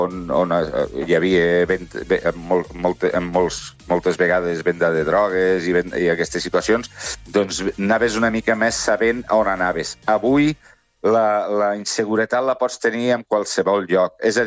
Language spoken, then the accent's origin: Catalan; Terrassa, Catalonia, Spain; Jo vaig néixer, de fet, jo sóc de Terrassa, vaig néixer a Terrassa.